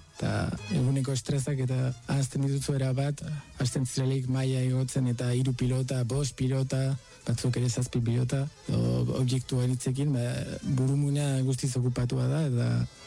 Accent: Vitoria-Gasteiz, Basque Country, Spain; born or raised there

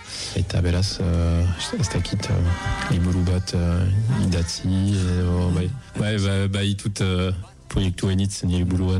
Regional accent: Nouvelle-Aquitaine, France; born there; Basque is a second language; also born or lived in Tuscany, Italy; ongeta sortzi urte ditut eta emeritzen bizi naiz. Italiakoa naiz, Toskanakoa, baina 2000 eta batetik euskaren bizi naiz. Zibulu eta Donibane loitzunen artean handitea nintzen.

